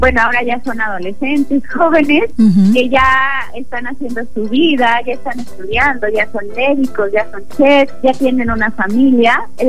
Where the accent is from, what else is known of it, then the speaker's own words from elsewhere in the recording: Querétaro, Mexico; somos todos los queretanos